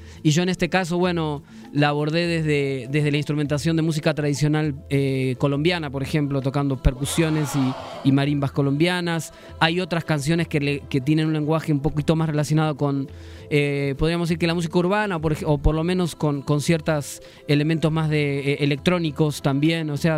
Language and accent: Spanish; Buenos Aires, Argentina; moved away as an adult; now in Mexico; yo soy originario de Buenos Aires, de Argentina. Vivo aquí en México hace ya como unos 7 años. Vengo a México desde hace como 12. Y yo soy músico de música latinoamericana.